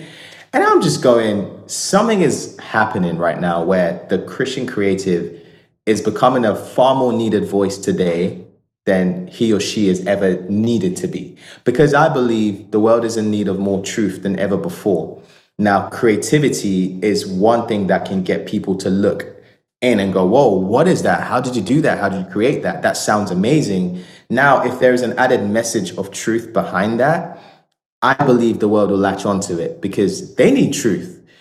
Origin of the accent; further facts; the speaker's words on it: United Kingdom; especially being British as well